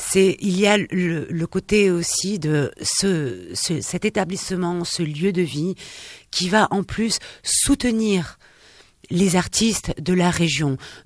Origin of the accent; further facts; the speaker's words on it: Nouvelle-Aquitaine, France; Je suis basque. Et fière de l'être, je dois dire.